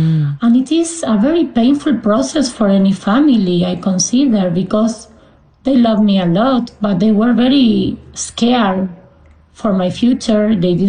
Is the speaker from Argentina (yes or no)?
yes; Argentina; because I grew up in Argentina.